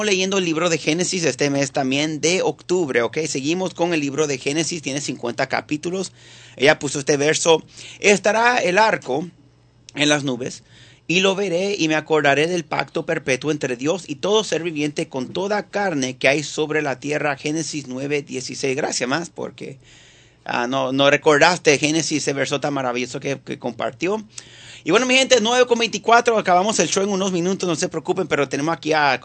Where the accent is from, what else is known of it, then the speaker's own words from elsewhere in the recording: Venezuela; Yo siempre digo que soy el peor venezolano porque no me sé las frases ni eso